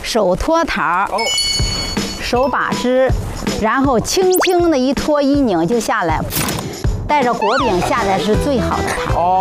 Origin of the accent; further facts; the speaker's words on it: Henan, China; now in Pinggu, China; 俺是河南的，是吧？